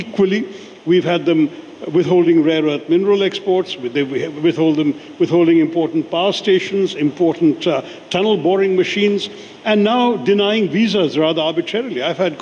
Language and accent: English; India; me as an Indian